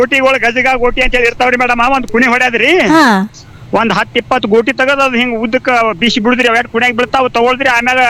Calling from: Vijayapura, Karnataka, India

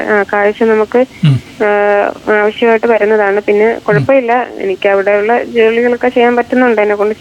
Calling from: Thiruvananthapuram, Kerala, India; തിരുവനന്തപുരം തന്നെയാണ്.

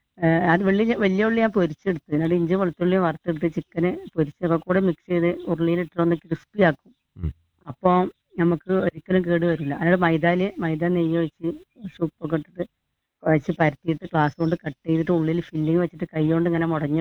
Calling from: Tirunavaya, Kerala, India; ഞാൻ മലപ്പുറത്തു നിന്നാണ്. … മലപ്പുറം. മലപ്പുറം ജില്ലയിലെ തിരുനാവായ അടുത്താണ്.

